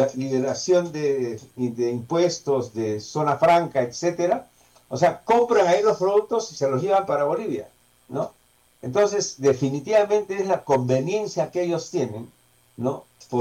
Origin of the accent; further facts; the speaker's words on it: Peru; no nos han inculcado lo que tenemos que hacer como personas, como peruanos, para mejorar, ¿no?